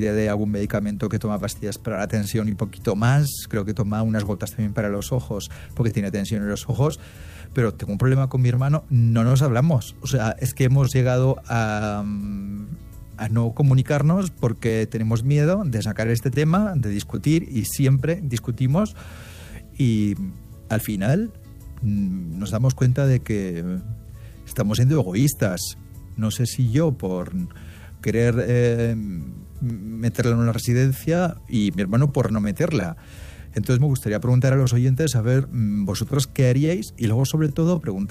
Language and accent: Spanish; Castilla-La Mancha, Spain; now in Madrid, Spain; Somos de Castilla-La Mancha. No me gustaría decir la ciudad. Entonces, tenemos un problema. Yo vivo en Madrid